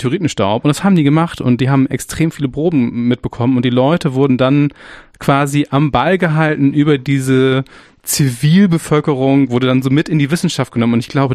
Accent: Flensburg, Schleswig-Holstein, Germany; now in Dresden, Germany; Vor 2 Jahren ist tatsächlich einer bei meiner Heimatstadt Flensburg runtergekommen.

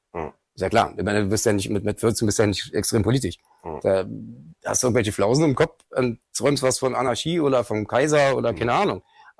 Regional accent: Berlin, Germany; Geboren in Schöneberg, groß geworden in Kreuzberg.

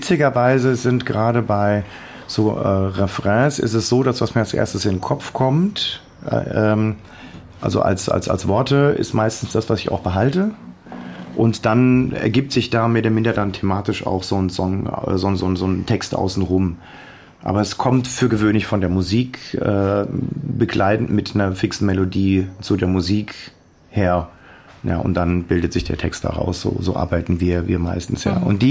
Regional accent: Hesse, Germany; Ich bin Hesse, gell?

